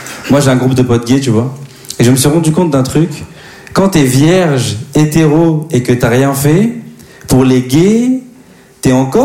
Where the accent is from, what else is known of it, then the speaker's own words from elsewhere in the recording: DR Congo; Eh, hey, moi, je suis congolais, hein. On aime les femmes, mais on préfère les vêtements.